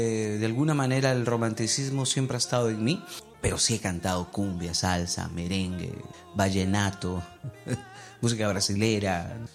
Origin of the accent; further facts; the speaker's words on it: Iquitos, Loreto, Peru; born there; now in Lima, Peru; Yo nací acá en la ciudad de Lima, pero me llevaron a Iquitos. 9 años me llevaron a Iquitos. De alguna manera, Iquitos me aisló un poco. Pero cuando ya empecé a crecer, quise salir de la ciudad, no salí nuevamente a Lima.